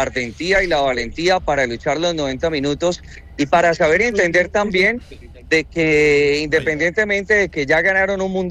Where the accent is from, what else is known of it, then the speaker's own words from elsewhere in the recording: Argentina; Saludo especial, yo soy argentino. Soy más argentina.